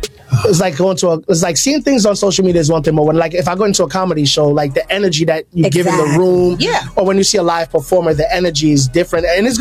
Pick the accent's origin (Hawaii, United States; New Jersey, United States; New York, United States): New York, United States; New York City; also born or lived in Jamaica; Born in Jamaica. But yeah. I was raised in the Bronx mostly, but I go down every summer.